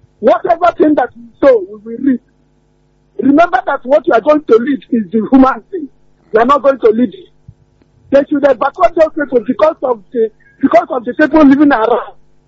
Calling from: Ibadan, Oyo, Nigeria; I'm calling from Ibadan here.

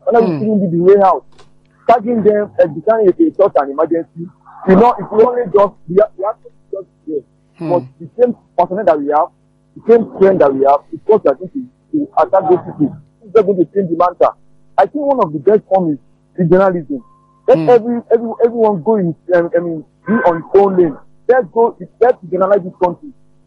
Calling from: Abeokuta, Ogun, Nigeria; calling from Abeokuta.

